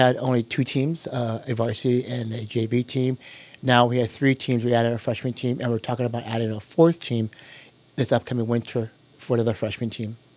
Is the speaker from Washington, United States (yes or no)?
no; San Francisco, California, United States; Yeah, I grew up in San Francisco, and I had a Colombian friend who were best friends growing up